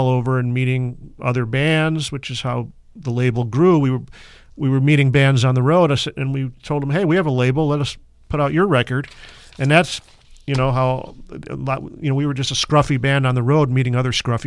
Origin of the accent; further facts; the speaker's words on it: Skokie, Illinois, United States; I grew up in Skokie, Illinois.